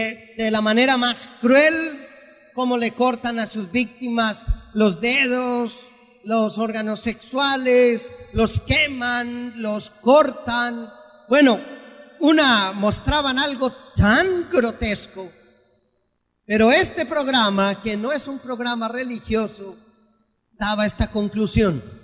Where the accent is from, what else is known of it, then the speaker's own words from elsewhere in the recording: Colombia; 20 intelectuales de mi país, en Colombia, dan las razones por las cuales son ateos.